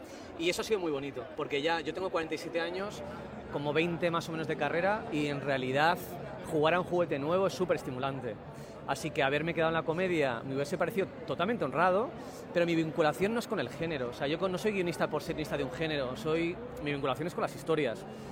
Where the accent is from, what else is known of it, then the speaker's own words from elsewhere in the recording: Irun, Basque Country, Spain; Y vengo de Irún, que es una ciudad de provincias, que nunca verás en un reportaje sobre los mejores pueblos de España